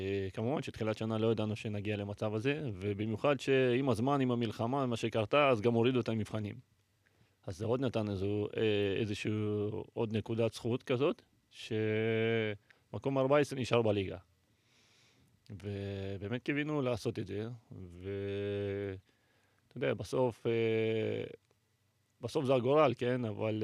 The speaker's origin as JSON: {"language": "Hebrew", "town": "Nof HaGalil", "region": "Northern District", "country": "Israel", "tie": "born there", "said": "עליתי לארץ בשנת 2000, אני... ב-2001 ישר הגעתי לנוף הגליל, לילדים בית ספר כדורגל, משם כאילו המשכתי את הכל, אתה יודע, כמו שאתה אומר, גם גדלתי ברחובות שם בנוף הגליל"}